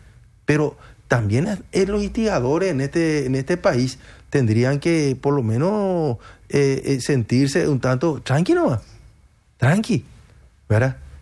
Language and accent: Spanish; Paraguay